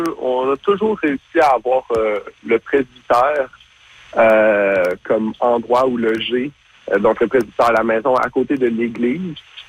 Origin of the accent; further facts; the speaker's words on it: Montreal, Quebec, Canada; On vient majoritairement de Montréal.